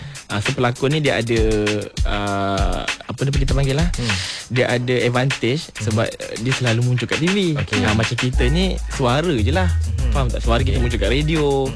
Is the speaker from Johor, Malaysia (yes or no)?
yes; Segamat, Johor, Malaysia; Saya orang Segamat lah. Segamat tu sebenarnya banyak je yang macam food fair, show apa semua. Tapi saya tak pernah sekali pun dipanggil untuk show dekat sana. Dekat saya punya tempat lahir saya sendiri.